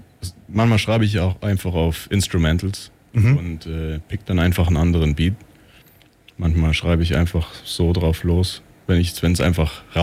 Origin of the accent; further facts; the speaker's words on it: Ulm, Baden-Württemberg, Germany; also born or lived in Friedrichshafen; Ich bin mit einem Jahr nach Ulm gezogen, ja.